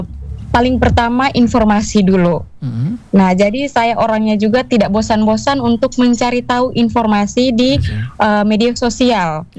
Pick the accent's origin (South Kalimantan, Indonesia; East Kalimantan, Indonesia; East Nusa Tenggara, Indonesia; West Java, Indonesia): East Nusa Tenggara, Indonesia; asal saya dari Adonara, tepatnya di Kecamatan Ile Boleng, Adonara Timur